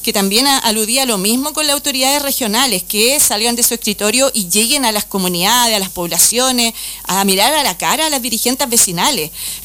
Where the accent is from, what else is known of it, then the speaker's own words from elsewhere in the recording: Chile; me dio rabia, como toda chilena